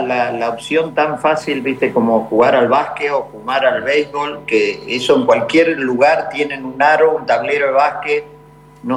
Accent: Curuzú Cuatiá, Corrientes, Argentina; moved away as an adult; also born or lived in Monte Caseros, Argentina; now in Miami, United States; Soy nacido en Monte Casero y criado en Curuzú. Ah. Es decir, a partir de los 9 años nos fuimos a vivir a Curuzú y después ahí hice toda mi vida, ¿no?

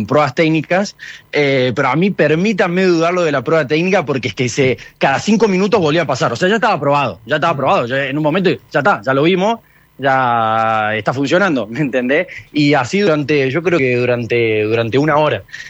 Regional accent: San Francisco, Córdoba, Argentina; now in Barcelona, Spain; él es periodista, nosotros somos de San Francisco y él es el jefe de prensa del Club Sportivo Belgrano

